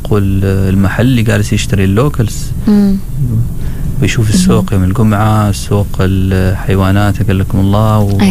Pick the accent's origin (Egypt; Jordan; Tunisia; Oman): Oman; ولاخواننا العمانيين الاخرين